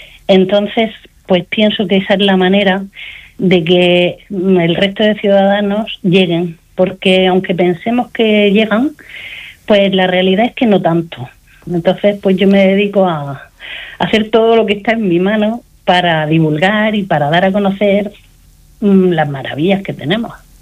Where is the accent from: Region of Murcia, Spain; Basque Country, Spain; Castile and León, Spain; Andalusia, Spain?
Region of Murcia, Spain; Cartagena; Entonces, si somos cartageneros y tenemos una historia tan maravillosa